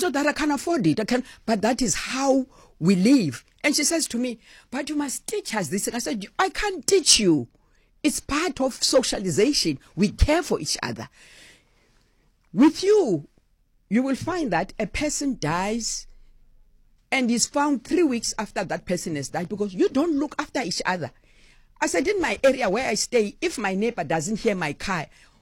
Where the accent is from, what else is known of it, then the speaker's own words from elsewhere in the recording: Cape Town, Western Cape, South Africa; born there; moved away as an adult; now in Durbanville, South Africa; I moved from Langa. I stayed in Durbanville, right? But my house is still there, right? My house is still there. And every week I go to my house. Weekends, we spend weekends in Langa with them, because that's where we're born.